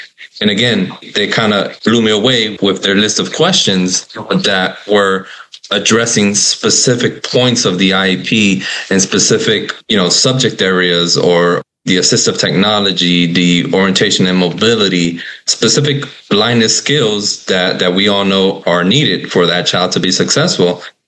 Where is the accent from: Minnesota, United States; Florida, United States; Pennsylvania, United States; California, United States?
Florida, United States; my home state of Florida